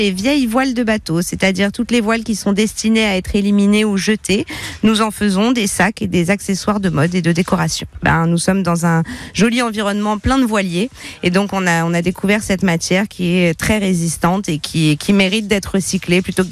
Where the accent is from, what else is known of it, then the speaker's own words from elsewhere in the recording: Paris, Île-de-France, France; Eh ben, moi, je viens de Paris. Je suis parisienne à la base. Et voilà, ça fait 4 ans maintenant que je suis installée dans la région.